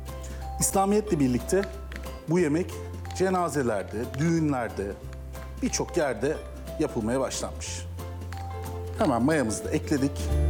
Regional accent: Adana, Turkey; Adanalıyım ben. Adana'da dedemin bahçeleri var.

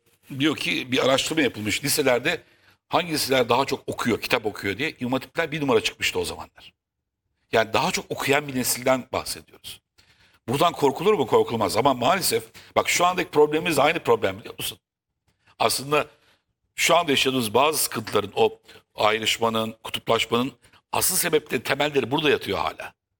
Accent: Kadıköy, Istanbul, Turkey; Ben Kadıköy'de büyüdüm.

